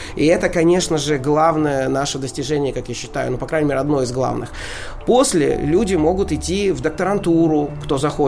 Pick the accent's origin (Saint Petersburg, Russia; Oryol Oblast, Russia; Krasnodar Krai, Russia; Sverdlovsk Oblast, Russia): Oryol Oblast, Russia; Oryol; moved away; я вот из Орла